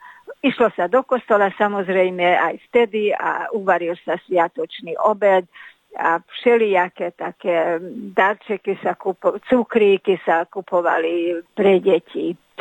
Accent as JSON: {"language": "Slovak", "town": "Nagybánhegyes", "region": "Békés", "country": "Hungary", "said": "aj u nás na Veľkom Báhedeši."}